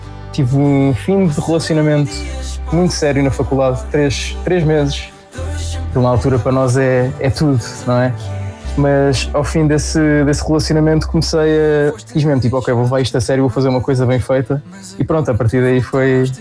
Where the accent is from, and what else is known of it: Lisbon, Portugal